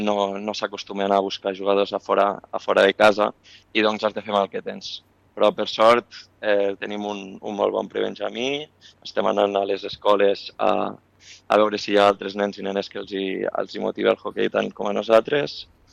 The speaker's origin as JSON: {"language": "Catalan", "town": "La Seu d'Urgell", "region": "Catalonia", "country": "Spain", "moved": "yes", "said": "Jo sóc de la Seu d'Urgell, sí."}